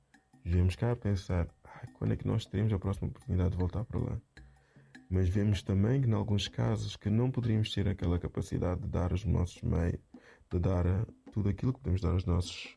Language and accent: Portuguese; Mozambique; moved away; Ser moçambicano é uma coisa que acho difícil de descrever. É algo que se vive, que se sente. Então, e ser principalmente ser moçambicano na diáspora, é sentir aquela vontade de est